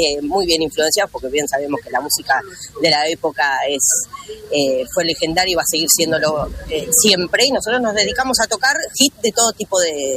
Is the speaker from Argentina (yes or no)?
yes; Trenque Lauquen, Buenos Aires Province, Argentina; moved away as an adult; estudié en mi ciudad natal, que soy de Trenquelauquen